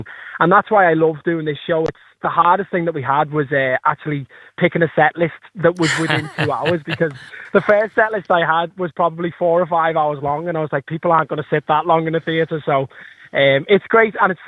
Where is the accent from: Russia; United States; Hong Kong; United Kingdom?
United Kingdom; Liverpool, North West England; accent: Scouse; I mean, obviously, I'm born and bred Scouse. I'm from Liverpool, and I grew up from literally round the corner from some of the biggest tourist attractions around the world